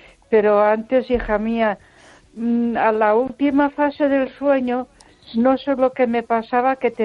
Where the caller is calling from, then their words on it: Ponferrada, Castile and León, Spain; de Ponferrada.